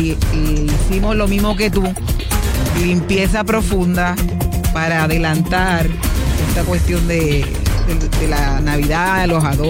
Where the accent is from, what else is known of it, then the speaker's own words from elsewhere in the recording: Río Piedras, Puerto Rico; Yo me crié en Río Piedras y de verdad que Río Piedras no es ni la sombra de lo que era cuando yo llegué allí.